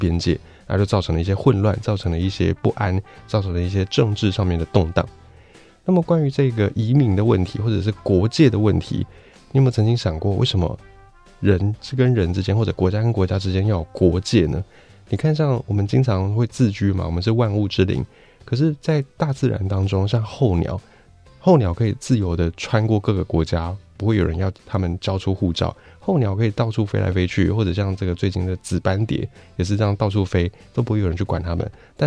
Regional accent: Taiwan

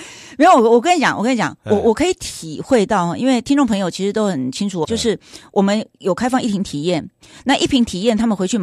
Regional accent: Taiwan; 也是因为我们台湾人吃钙质吃得很努力

